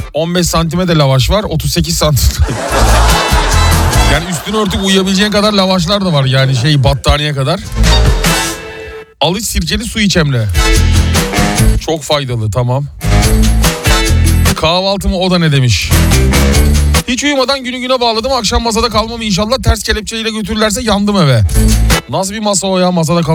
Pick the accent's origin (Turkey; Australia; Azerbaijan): Turkey; İzmir; also born or lived in Istanbul; Ben İstanbul'da doğdum ama yani benim memleketim İzmir.